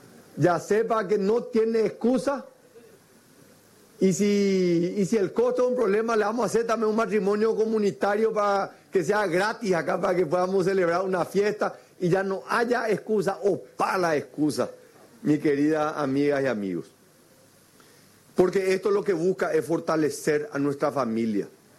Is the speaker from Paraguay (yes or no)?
yes; Paraguay; somos orgullosamente paraguayos.